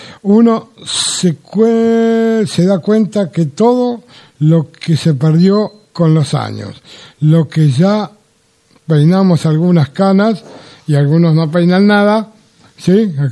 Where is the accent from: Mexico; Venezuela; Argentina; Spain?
Argentina; San Miguel, Buenos Aires Province; gente de mi pueblo, de San Miguel, Buenos Aires